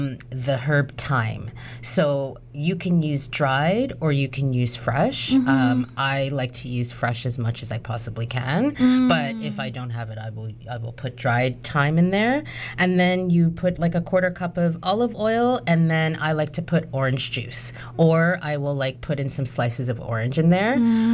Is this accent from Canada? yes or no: yes; Toronto, Ontario, Canada; I was born in Canada, I was born in Toronto, you know, my parents are Jamaican immigrants, but I was raised in this country, so I was raised with other nationalities and stuff like that.